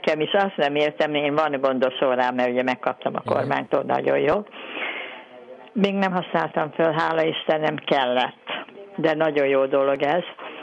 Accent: Budapest, Hungary; Kalotaszeg utcában laktam, elég szép nevű utca, Budán

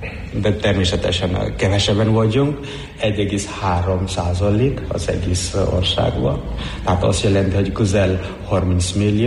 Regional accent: Odisha, India; Hungarian is a second language; moved away as an adult; now in Hungary; Indiából származom. Elmúlt 14 éve, hogy itt vagyok Magyarországon.

